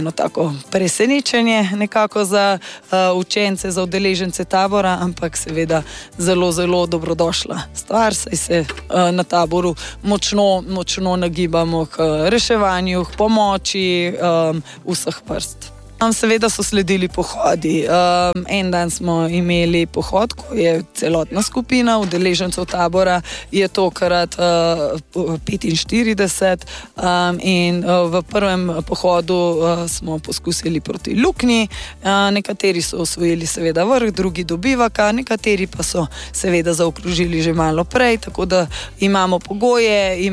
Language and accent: Slovenian; Mojstrana, Upper Carniola, Slovenia; glede na to, da smo iz 3 držav, se pravi Slovenci, Srbi in pa Nemci, tako da se zelo veselimo tega skupnega sodelovanja. Prvi dan smo prišli v Vrata. Nekateri smo seveda iz osnovne šole Mojstrana smo prišli peš